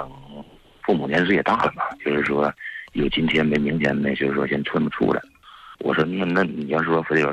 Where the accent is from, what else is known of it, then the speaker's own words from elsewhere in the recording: Shenyang, Liaoning, China; 我是在农村长大的， 哦、 家沈阳的。